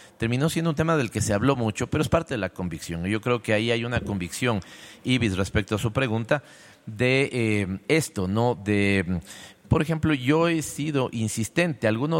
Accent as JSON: {"language": "Spanish", "town": "Quito", "region": "Pichincha", "country": "Ecuador", "said": "yo sí me considero quiteño, entonces tengo sal quiteña"}